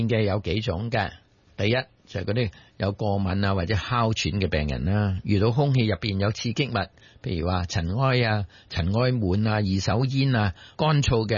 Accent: Guangdong, China; 我哋广东人咧叫舌头做利噶嘛，

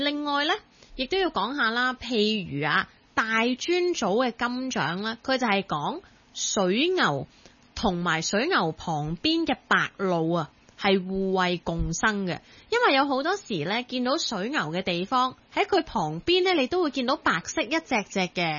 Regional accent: Hong Kong

